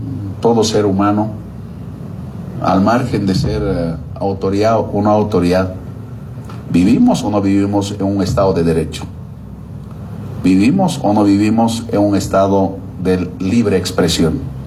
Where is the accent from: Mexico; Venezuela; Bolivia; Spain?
Bolivia; Quechua area; Yo soy campesino, yo soy indígena, yo soy quechua.